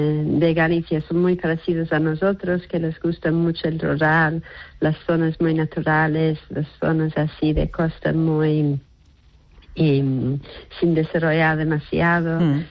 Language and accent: Spanish; England, United Kingdom; Spanish is a second language; now in Spain; yo estuve trabajando en mi pueblo, que se llama Bomas, en el sur de Inglaterra, y conocí un grupo de gallegos.